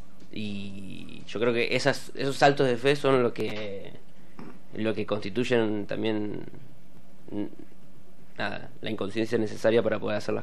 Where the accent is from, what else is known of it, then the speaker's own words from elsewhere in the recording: Santa Fe, Argentina; now in La Plata, Argentina; ella es de Tres Arroyos, yo soy de Santa Fe